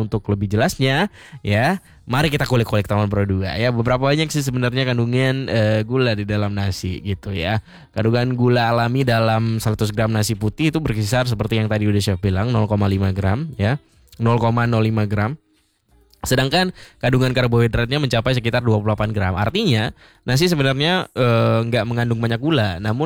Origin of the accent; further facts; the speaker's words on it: Aceh, Indonesia; kita orang Aceh